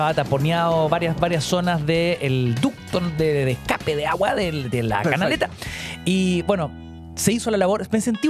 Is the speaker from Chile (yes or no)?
yes; Chile; como un chileno promedio